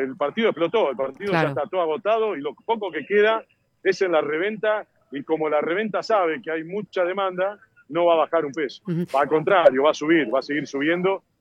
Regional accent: Argentina; Y no somos termos los argentinos nomás

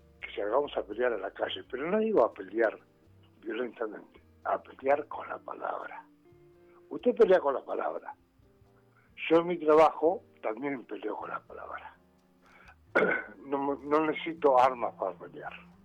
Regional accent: Almagro, Buenos Aires, Argentina

